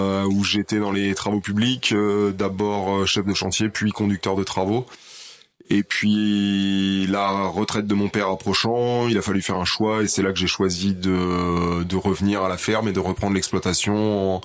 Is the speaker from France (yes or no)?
yes; Sangeville, Centre-Val de Loire, France; also born or lived in Chartres; Depuis que je suis tout petit, je suis né à Chartres et j'ai toujours vécu sur Sangeville. Toute ma jeunesse et mon adolescence.